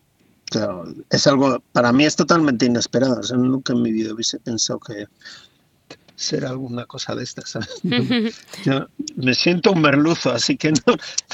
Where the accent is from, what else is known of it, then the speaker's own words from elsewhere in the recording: Valladolid, Castile and León, Spain; moved away as an adult; now in Hong Kong; yo soy de Valladolid, me he criado en Valladolid, he vivido prácticamente toda la vida en Valladolid, he estudiado en la Escuela de Arte de Valladolid, estudié precisamente ilustración